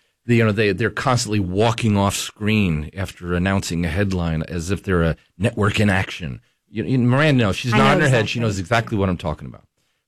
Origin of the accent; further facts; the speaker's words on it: Kentucky, United States; born there; my home state here